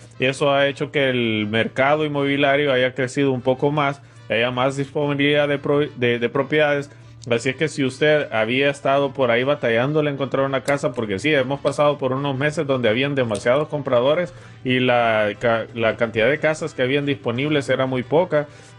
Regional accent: El Salvador; Unidos como salvadoreños

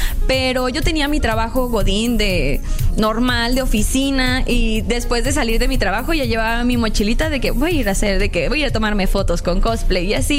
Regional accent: Mexico; muchos de los mexicanos podrán estar de acuerdo conmigo porque todos crecimos viendo anime en el Canal 5.

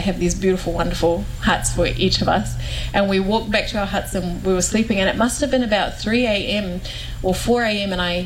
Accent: East New Britain, Papua New Guinea; I'm from East New Britain, and we are matriarchal land passes through women, all traditional land.

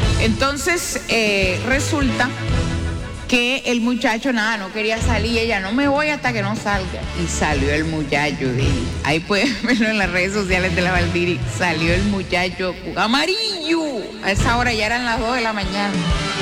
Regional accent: Colombia; Hagamos un ejercicio como colombianos.

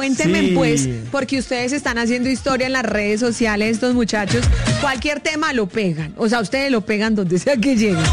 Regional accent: Boyacá, Colombia; now in Bogotá, Colombia; yo soy de Boyacá

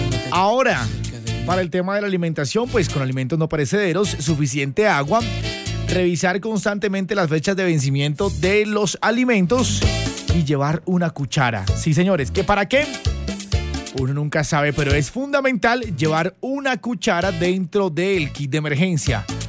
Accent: Colombia

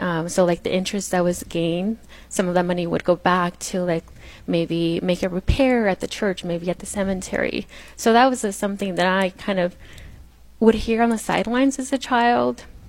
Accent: Madera, California, United States; also born or lived in San Jose, California; I grew up in Central California. I grew up in a small town, a rural town called Madera, California. And my parents were farm workers. I was a child farm worker as well, one of seven children.

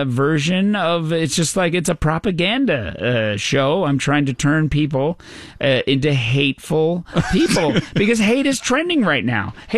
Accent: Newfoundland and Labrador, Canada; Oh, I was like, okay, first of all, I grew up in Newfoundland.

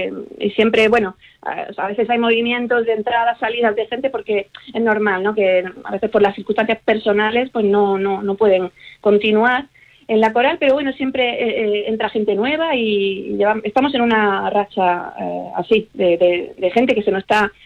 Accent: Granada, Andalusia, Spain; yo soy de Granada

